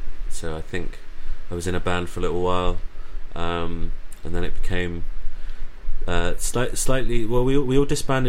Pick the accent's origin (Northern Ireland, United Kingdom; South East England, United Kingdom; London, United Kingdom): South East England, United Kingdom; Southampton; now in Brighton, United Kingdom; I'm from Brighton, originally from Southampton.